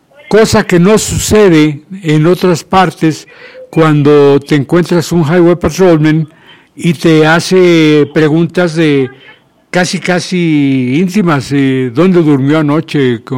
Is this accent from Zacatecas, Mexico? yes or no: yes; Fresnillo, Zacatecas, Mexico; Le dije, ¿de México? Dijo, ¿de dónde? Le dije, de Zacatecas, de Fresnillo.